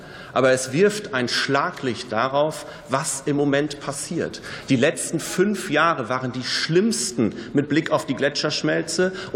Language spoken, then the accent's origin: German; North Rhine-Westphalia, Germany; Ich komme aus Nordrhein-Westfalen. Der Rhein ist die wichtigste Wasserstraße in unserem Bundesland.